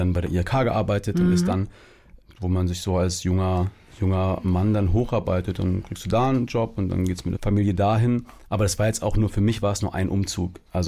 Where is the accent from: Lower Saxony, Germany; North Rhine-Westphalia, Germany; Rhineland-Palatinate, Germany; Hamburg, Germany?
North Rhine-Westphalia, Germany; Siegen; born there; also born or lived in Giessen; Genau, also ich bin in Siegen geboren, meine große Schwester zum Beispiel noch in Würzburg.